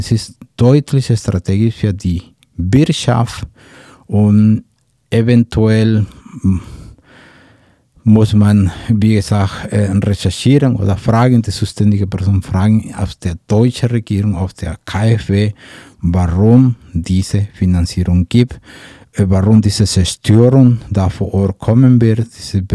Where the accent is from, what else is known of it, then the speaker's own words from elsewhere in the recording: Mexico; German is a second language; was ich als Mexikaner, was wir uns als Mexikaner gewöhnt sind, in dem Sinne, dass solche Projekte kommen mit Bestechungen, mit Bedrohungen, die werden Aktivisten ermordet. In Mexiko werden immer noch